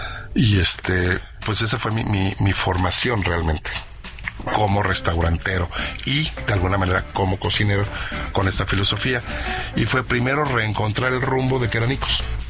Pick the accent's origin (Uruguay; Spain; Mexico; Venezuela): Mexico